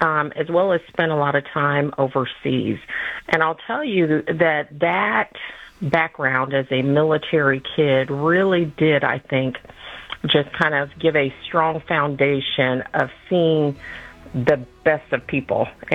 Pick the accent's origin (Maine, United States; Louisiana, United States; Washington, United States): Washington, United States; Puyallup; born there; I was born in Puyallup, Washington. My dad was stationed in Washington State at the time.